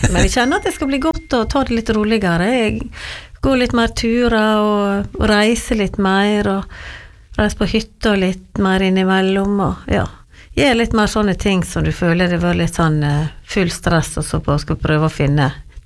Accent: Giske, Møre og Romsdal, Norway; also born or lived in Trondheim; Neida, men jeg sier noe det at jeg vokste opp på Giske da, selv om jeg var nesten 8 år før jeg kom dit, ja.

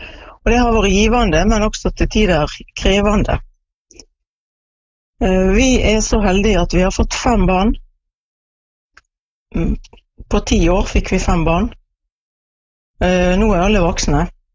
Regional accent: Askøy, Vestland, Norway; now in Stranda, Norway; Jeg bor på Stranda sammen med mannen min. Men jeg er født og oppvokst på Askøy.

